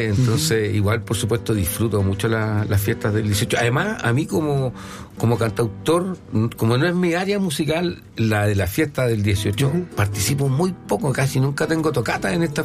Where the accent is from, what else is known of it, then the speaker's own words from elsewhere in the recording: Chile; he podido estar en el extranjero como artista chileno